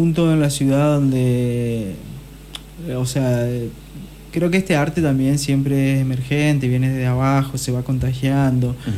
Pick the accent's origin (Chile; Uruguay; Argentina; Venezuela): Argentina; Diamante, Entre Ríos; cuando decimos que somos de Diamante